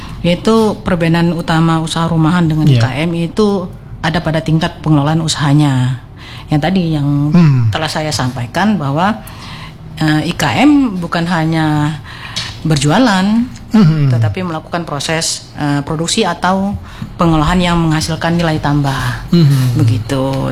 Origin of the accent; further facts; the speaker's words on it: Bangka Belitung Islands, Indonesia; kemplang kalau kita orang Bangka ini kan.